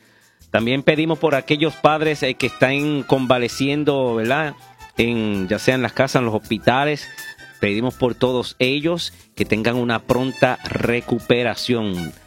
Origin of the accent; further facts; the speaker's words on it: Aguada, Puerto Rico; por supuesto en mi pueblo de Aguada